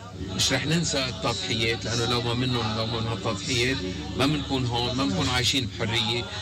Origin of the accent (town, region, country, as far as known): Lebanon